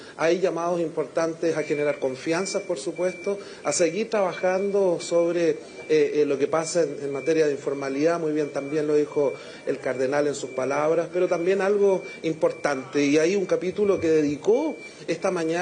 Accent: Chile; Estamos frente a fiestas importantes para nuestro país, donde estamos celebrando como chilenos.

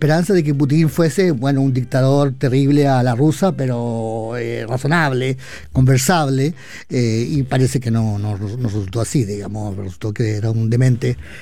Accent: Chile; accent: Chilean; Tengo un acento un poquito como de italiano, digamos, quiero creer yo, para no tener acento chileno.

